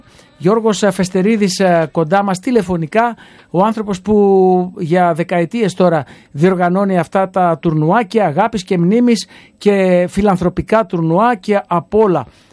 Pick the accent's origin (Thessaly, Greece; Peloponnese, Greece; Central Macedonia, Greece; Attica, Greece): Central Macedonia, Greece; Epanomi; στο γήπεδο της Επανομής, εκεί στα μέρη μου